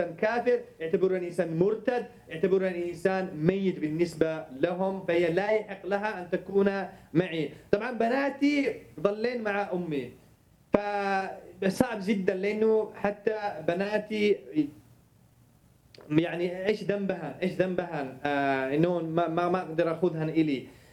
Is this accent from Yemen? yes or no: yes; Yemen